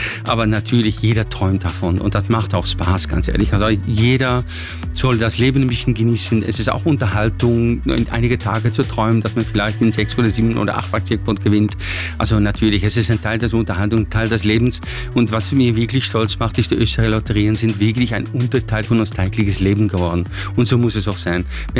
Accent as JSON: {"language": "German", "country": "Netherlands", "second_language": "German", "moved": "yes", "lives_now": "Austria", "said": "ich bin Holländer, wie Sie wissen, vielleicht auch hören"}